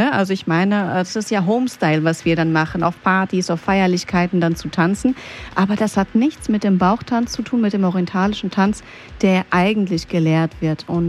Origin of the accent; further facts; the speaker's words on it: Greece; also ich komme ja aus Griechenland und da ist ja auch verstärkt die Musikrichtung dann auch sehr dominant.